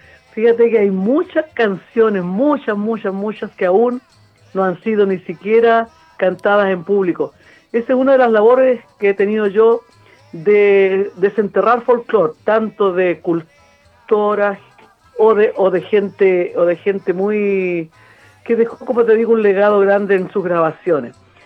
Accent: Chile; nosotros como chilenos

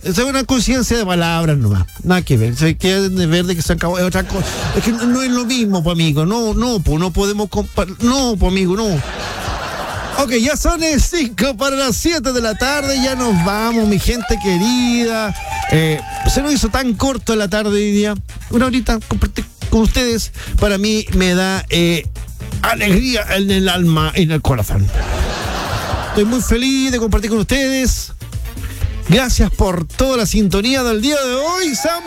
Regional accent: Chile; obviamente soy chileno

